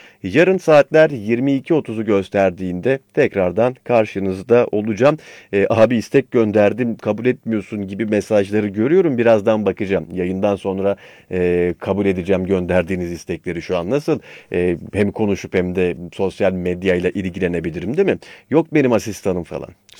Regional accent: Thrace, Turkey

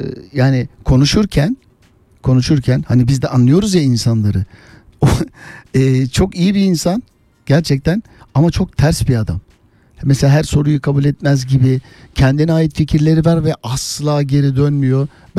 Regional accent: Istanbul, Turkey; Beşiktaş semtim benim. Oradaki dediğim gibi küçüğünü büyüğünü semt, yani yürüyüşüm bile Beşiktaş semtine ait bir özellik yani, o kadar söyleyeyim size. Orada doğdum büyüdüm. Hani iki sene kalmadım arkadaşlar yani. Onu söyleyeyim. 30 yaşına kadar oradaydım. Hala da oradayım.

